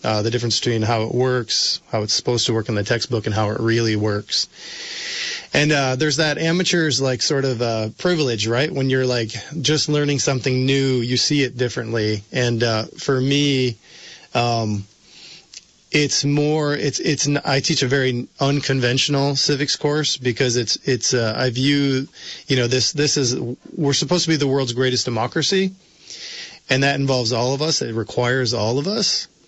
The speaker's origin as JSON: {"language": "English", "region": "New York", "country": "United States", "tie": "born or raised there", "said": "grew up in a very apolitical household in a working class family. I didn't really start voting until I was maybe 28, if I'm honest. Mm-hmm. I grew up in New York State"}